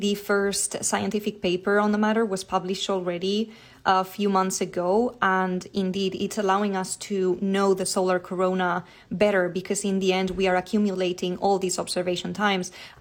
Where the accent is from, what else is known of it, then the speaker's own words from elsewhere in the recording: Spain; because I am from Spain.